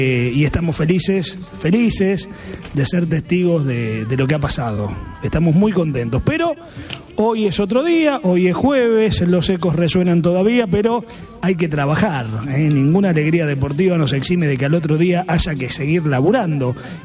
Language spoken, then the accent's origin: Spanish; Argentina; como todo argentino que se precie de tal, como todo argentino que se precie de ser buen argentino, uno tiene la garganta rota